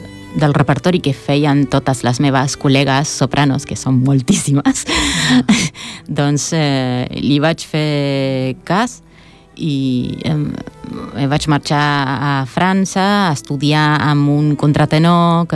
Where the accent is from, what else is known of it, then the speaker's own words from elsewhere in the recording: Litoral, Argentina; Catalan is a second language; regió que es diu el litoral, que vol dir, bueno, el litoral fluvial, no? De al costat del riu Paranà, i som llunyats de Buenos Aires, del centre, no?